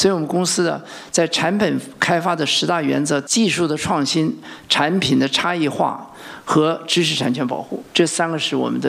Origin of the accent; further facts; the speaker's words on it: China; born there; moved away as an adult; also born or lived in Silicon Valley, United States; 我毕竟是在中国出生的，我的祖上呢是3代都是从国外回国报效的